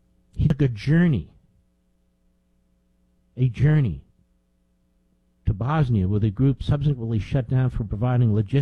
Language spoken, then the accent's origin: English; Philadelphia, Pennsylvania, United States; Now, when I was growing up in Philadelphia, New Jersey was a very ethnic state